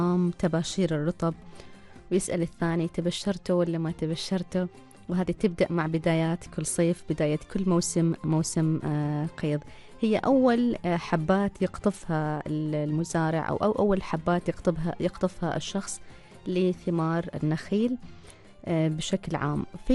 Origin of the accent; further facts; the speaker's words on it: Oman; لدينا جميعا كعمانيين